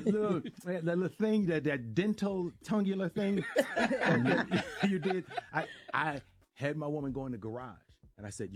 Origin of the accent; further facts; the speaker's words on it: Cleveland, Ohio, United States; Also, I'm from Cleveland. Mm. I grew up down the street from Jim Brown